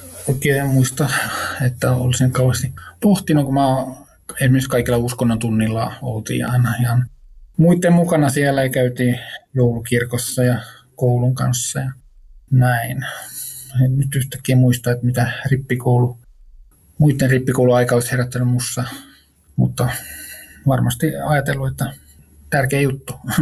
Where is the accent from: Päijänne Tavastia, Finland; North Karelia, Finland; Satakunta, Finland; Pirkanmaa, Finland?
Satakunta, Finland; Pori; moved away; mä oon ikä on reilu 50-52 vuotta ja olen syntynyt Porissa, mistä on ollut pois yli 30 vuotta, mutta nyt sitten palannut juurilleni ja täällä on Porissa paljon sukua ja, tai Satakunnassa enemmänkin ja Porissakin vielä jonkun verran sukua